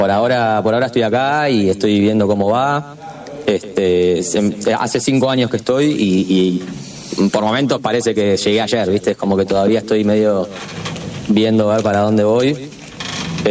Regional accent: Haedo, Buenos Aires Province, Argentina; moved away as an adult; now in England; Soy de Aedo

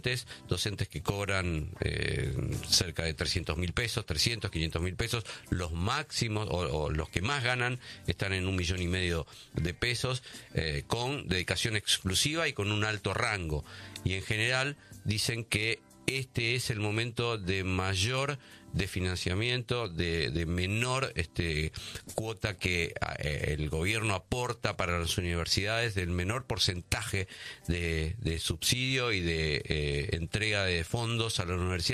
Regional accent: Argentina

